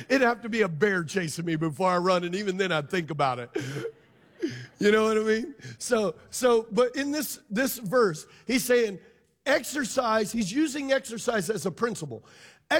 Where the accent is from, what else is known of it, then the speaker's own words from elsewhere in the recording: Louisiana, United States; I'm Louisiana Cajun, man.